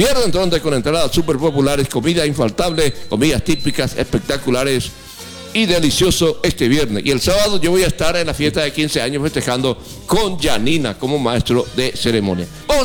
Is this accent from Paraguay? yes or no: yes; Paraguay; Todo lo que nosotros hacemos en Paraguay como paraguayo es nuestro folclore.